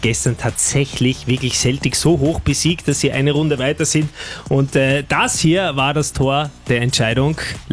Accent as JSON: {"language": "German", "region": "Vienna", "country": "Austria", "said": "Und das sage ich als Wiener und als Rapidler."}